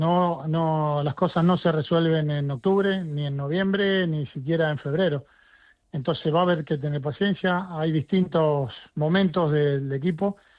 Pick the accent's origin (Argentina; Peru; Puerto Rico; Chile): Argentina; Como argentino te hablo.